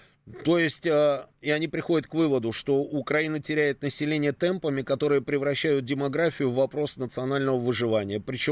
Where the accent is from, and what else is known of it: Moscow, Russia